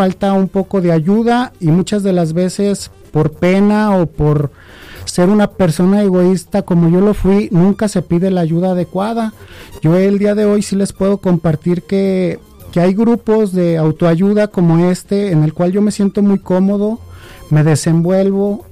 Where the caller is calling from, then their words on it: León, Guanajuato, Mexico; Y yo formo parte de un grupo de aquí de León, Guanajuato, que se llama